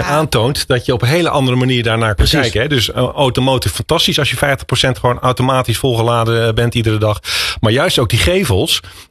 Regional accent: Netherlands; wij hebben als Nederlanders de meeste zonnepanelen per hoofd van de bevolking van de hele wereld

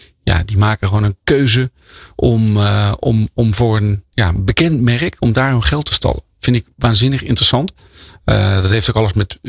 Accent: Netherlands

